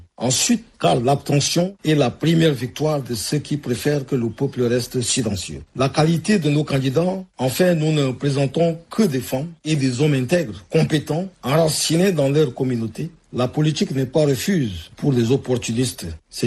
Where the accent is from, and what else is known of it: Chad